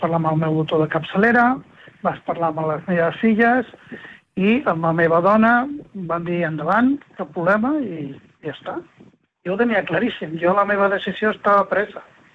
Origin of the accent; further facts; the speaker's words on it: Granollers, Catalonia, Spain; La doctora i jo som de Granollers.